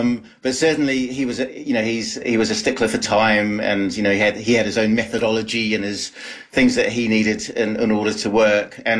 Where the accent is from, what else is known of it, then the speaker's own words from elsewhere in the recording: New Zealand; now in United Kingdom; I'm in the UK. The producer, Matthew Metcalf, GFC Films, they're in New Zealand. I'm a Kiwi.